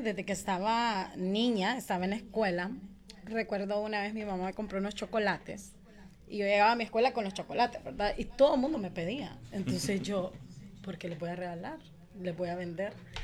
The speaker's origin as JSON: {"language": "Spanish", "town": "Tegucigalpa", "region": "Francisco Morazán", "country": "Honduras", "tie": "born there", "said": "Nací aquí en Tegucigalpa. Tengo actualmente 35 años, acabo de cumplir."}